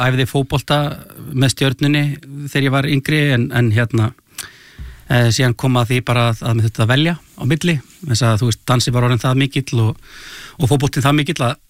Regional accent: Garðabær, Capital Region, Iceland; also born or lived in Kópavogur; now in Reykjavík, Iceland; Í blábyrjun þá bjó ég í Furugrund í Kópavogi en flutti síðan hóla snemma í Garðabæinn. Og þar ólst ég upp alveg þangað til að maður fó bara að finna sér eigi húsnæði sko.

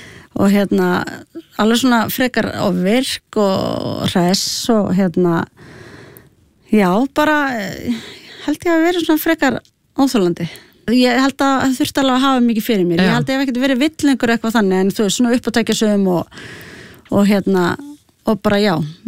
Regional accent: Reykjavík, Capital Region, Iceland; also born or lived in Sweden; ég fæddist í Reykjavík og svo alinn upp í, hérna, í Svíþjóð frá 2 til 6 ára.

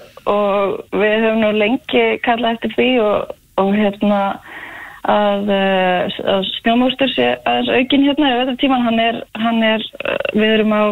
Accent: Hella, Southern Region, Iceland; Nei, ég er það alls ekki ég er sönnlendingur, ég er uppalinn á Helli fluttið hingað 2018

